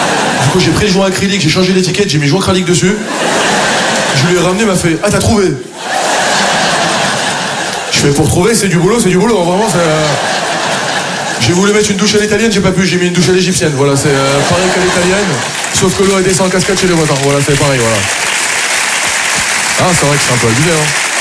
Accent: France; Non, je suis fier de mes origines et je suis fier d'être français, moi aussi. Je suis un bon français, je suis fier d'être français sur ça.

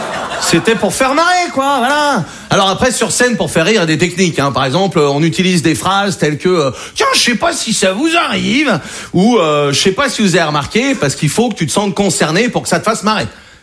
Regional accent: Brittany, France; je suis breton, j'ai 21 ans.

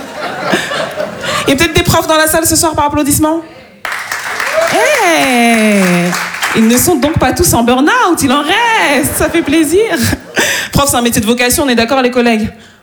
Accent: Île-de-France, France; born there

